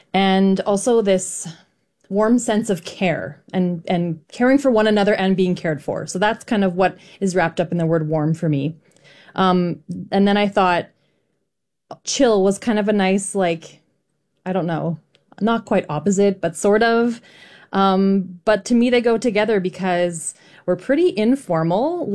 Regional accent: Altona, Manitoba, Canada; I grew up in Altona, and I've spent a lot of time living there

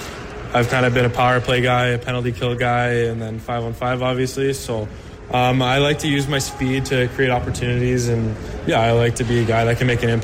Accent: Regina, Saskatchewan, Canada; I played growing up in Regina all my life, all the way from, I guess, 3, 4, 5 to midget AAA.

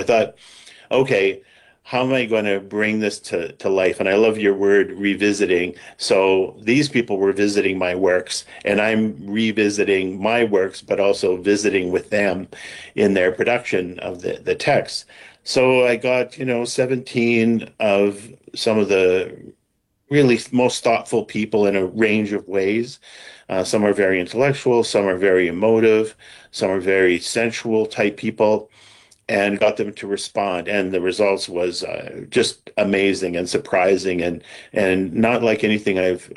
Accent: Alberta, Canada; We're both from Alberta.

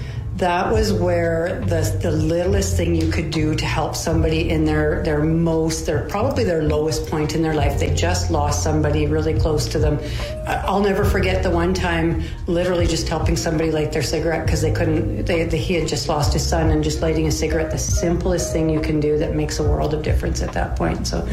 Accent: Estevan, Saskatchewan, Canada; moved away as an adult; I was from Estevan, and I left for about 10 years.

